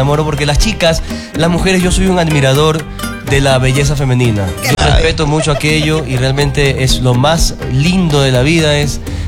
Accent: Guayaquil, Guayas, Ecuador; born there; yo soy de la misma tierra

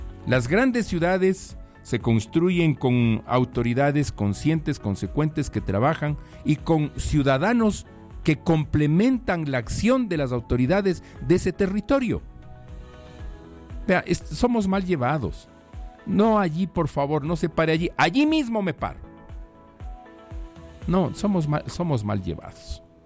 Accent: Quito, Pichincha, Ecuador; soy servidor público municipal y soy ciudadano de Quito. Estoy en las dos orillas.

